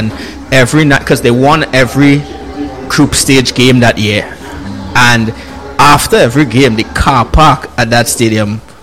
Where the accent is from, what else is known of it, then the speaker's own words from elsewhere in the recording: Trinidad & Tobago; I'm Trinidadian.